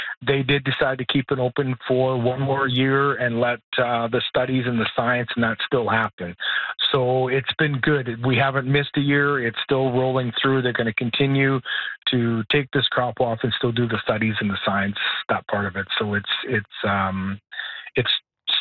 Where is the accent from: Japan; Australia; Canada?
Canada; Indian Head, Saskatchewan; Because we're Indian Head, the beautiful. It's a great town. I mean, I've lived here all my life, and I will stay here. It's a wonderful community.